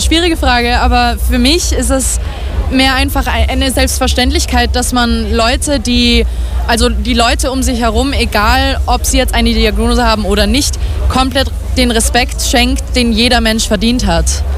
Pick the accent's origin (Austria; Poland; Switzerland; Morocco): Austria; Vienna; Wir sind nämlich aus Wien, aus dem 22. Bezirk, aus dem EEG Donaustadt